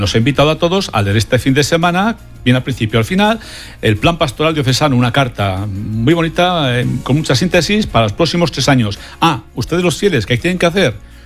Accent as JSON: {"language": "Spanish", "region": "Navarre", "country": "Spain", "tie": "born or raised there", "said": "Eslava, cerca de mi pueblo, en Ujué"}